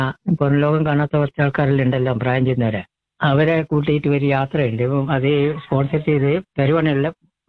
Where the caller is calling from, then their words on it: Vellamunda, Kerala, India; Vellamunda, 10th mile.